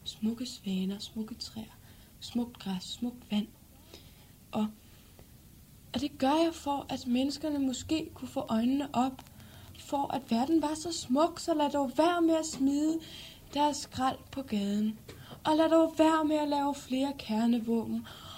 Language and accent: Danish; Zealand, Denmark; Jeg er opvokset ude på landet, sammen med min far og mor og mine tre søskende. Ja, det var oppe midt i Sjælland.